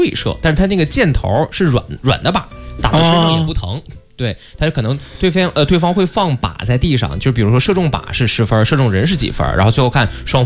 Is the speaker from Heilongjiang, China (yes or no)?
yes; Jiamusi, Heilongjiang, China; moved away; 在我老家佳木斯